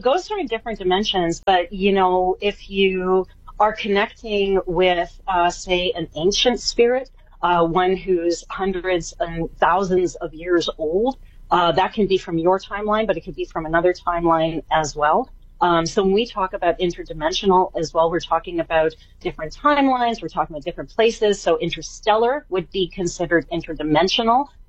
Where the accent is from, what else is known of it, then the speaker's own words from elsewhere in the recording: Canada; I'm Canadian, ways. I'll still say that.